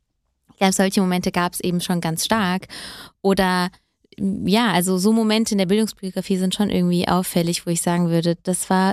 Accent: Hesse, Germany; born or raised there

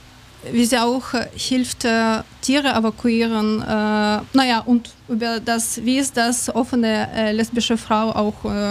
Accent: Kyiv, Ukraine; German is a second language; aber ich komme aus Kyiv und oft lese über, also über meine Stadt Nachrichten.

